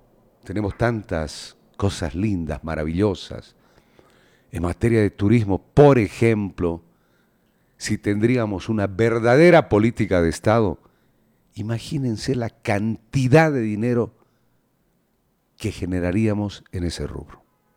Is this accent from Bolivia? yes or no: yes; Bolivia